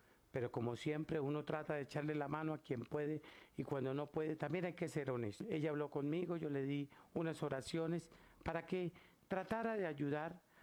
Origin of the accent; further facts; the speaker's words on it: Catemaco, Veracruz, Mexico; Porque saben que soy de Catemaco, Veracruz, y como soy de Catemaco, Veracruz, yo también tengo que ir a montar mis altares